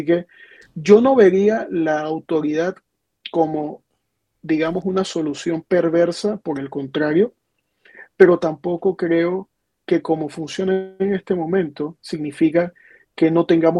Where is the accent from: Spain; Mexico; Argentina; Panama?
Panama